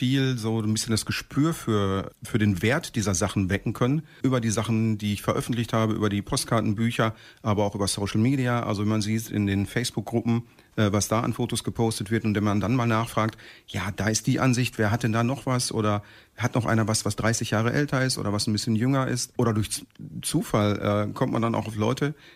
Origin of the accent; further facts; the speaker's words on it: Hamm, North Rhine-Westphalia, Germany; also born or lived in Hesse; ich bin zwar in Hessen geboren, aber das ist doch das Einzige, was ich mal außerhalb von Bockum-Höfel so gemacht habe. Ansonsten immer schon in Bockum-Höfel und da fühle ich mich wohl und da werde ich auch bleiben.